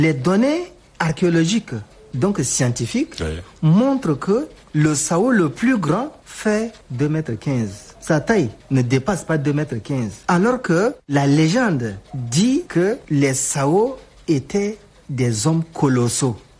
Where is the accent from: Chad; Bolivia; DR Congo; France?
Chad; en tant que Tchadien